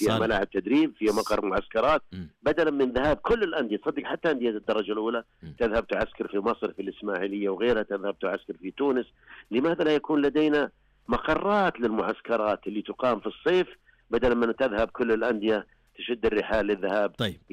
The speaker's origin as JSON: {"language": "Arabic", "country": "Saudi Arabia", "said": "لست من أهل الجنوب ولا أهل الباحة ولا أهل الطائف، ولكن أتكلم بروح المواطن السعودي"}